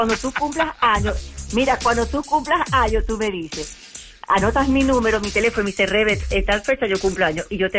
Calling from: Naples, Florida, United States; Te estoy llamando de Naples, Florida.

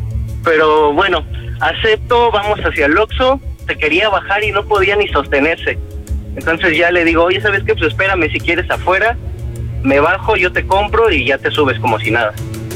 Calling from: Mexico City, Mexico; De aquí, de la Ciudad de México.

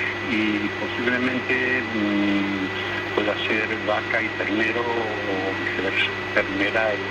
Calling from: Asturias, Spain; Asturias, La Norio, Cuenca Minera.

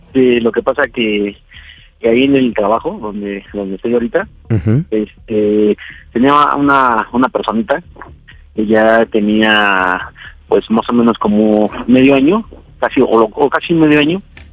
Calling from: Naucalpan, State of Mexico, Mexico; Estamos aquí de Naucalpan, tengo 37.

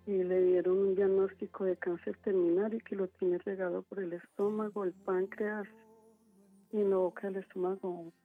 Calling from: Medellín, Antioquia, Colombia; le estoy llamando de aquí de Medellín.

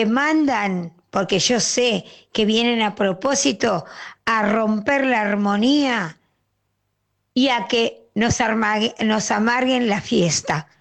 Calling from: Buenos Aires, Argentina

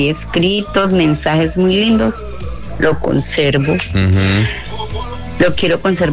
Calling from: Cartago, Valle del Cauca, Colombia; Les hablo desde Cartago, de la urbanización La Arboleda.

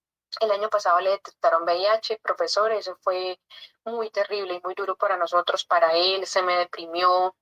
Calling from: Mesitas del Colegio, Cundinamarca, Colombia; acá de Mesitas del Colegio

